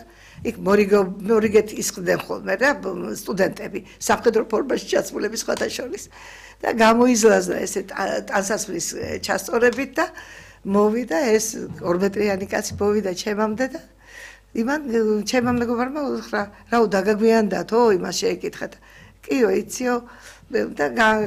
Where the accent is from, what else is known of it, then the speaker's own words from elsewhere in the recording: Urbnisi, Shida Kartli, Georgia; born there; ჩემი სოფელში იყო ურუბნიში ქართლში და იქ დავიბადე